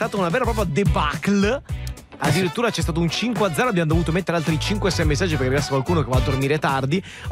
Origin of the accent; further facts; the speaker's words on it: Veneto, Italy; Io sono Veneto